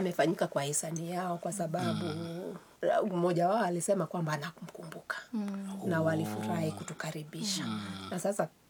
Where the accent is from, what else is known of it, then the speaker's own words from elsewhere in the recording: Bondo, Siaya County, Kenya; now in Nairobi, Kenya; Sasa mimi saizi naishi Nairobi.